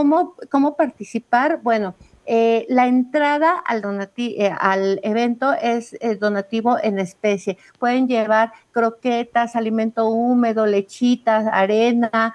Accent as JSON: {"language": "Spanish", "country": "Mexico", "said": "hagamos solidaridad como mexicanos que somos bien solidarios"}